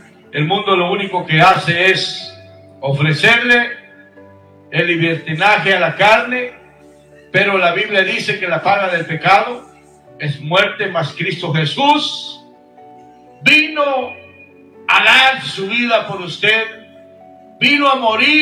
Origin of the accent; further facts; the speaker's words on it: Guatemala; moved away as an adult; now in United States; allá en mi tierra natal, Guatemala. … nacido en Guatemala, viviendo aquí en Estados Unidos ya casi 30 años.